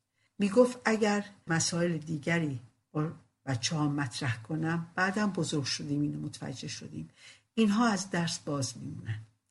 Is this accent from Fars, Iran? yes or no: no; Rasht, Gilan, Iran; در یکی از محلات قدیمی رشت به دنیا اومدم، همراه سه برادر و یک خواهر بزرگ شدم.